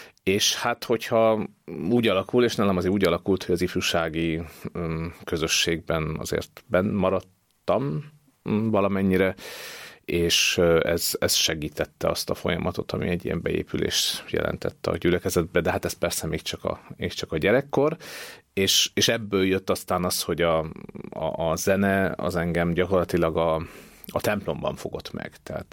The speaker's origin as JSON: {"language": "Hungarian", "town": "Sopron", "region": "Győr-Moson-Sopron", "country": "Hungary", "tie": "born or raised there", "said": "Sopronból származom, az talán fontos, és Sopronnak ugye egy nagyon tradicionális evangélikus közössége van, és én ebben a közösségben nőttem olyan értelemben fel"}